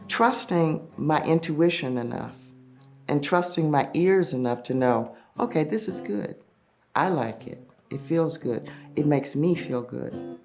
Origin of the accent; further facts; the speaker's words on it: Jackson, Mississippi, United States; born there; moved away as an adult; also born or lived in New Orleans; I was born in Jackson, Mississippi. It's a town that's known for many things. In the past, it's been a great gathering place for musicians.